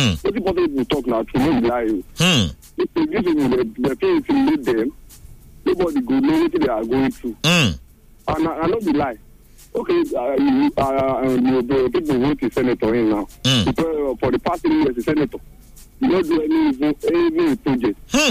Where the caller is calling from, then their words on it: Asaba, Delta, Nigeria; I'm calling from Asaba